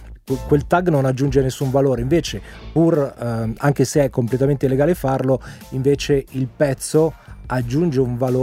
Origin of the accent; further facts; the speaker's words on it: Monza, Lombardy, Italy; io sono nato e cresciuto a Monza